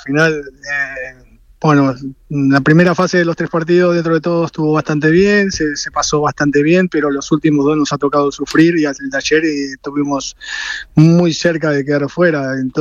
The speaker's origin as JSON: {"language": "Spanish", "country": "Argentina", "said": "como argentinos a nosotros nos ilusiona muchísimo."}